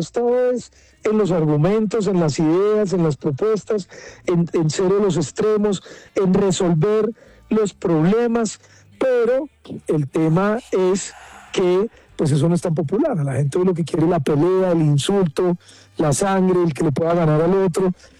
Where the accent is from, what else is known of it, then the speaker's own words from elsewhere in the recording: Caldas, Colombia; La gente pues en Caldas, de donde yo soy, pues la verdad, hermano, muy querida conmigo, muy afectuosos.